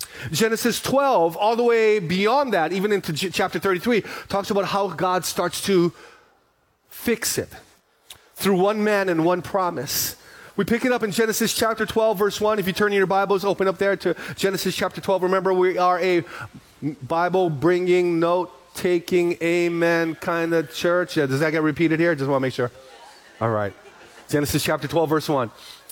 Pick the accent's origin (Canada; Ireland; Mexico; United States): United States; Honokaa, Hawaii; born or raised there